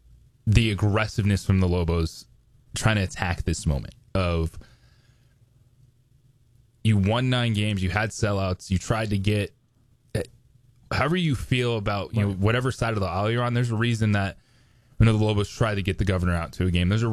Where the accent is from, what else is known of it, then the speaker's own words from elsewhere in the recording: New Mexico, United States; and again, I'm from New Mexico. I've grown up here.